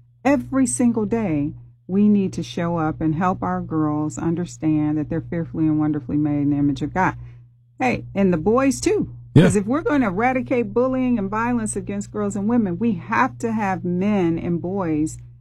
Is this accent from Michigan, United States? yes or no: yes; Michigan, United States; now in Cincinnati, United States; You know, I didn't grow up here. I'm originally from Michigan.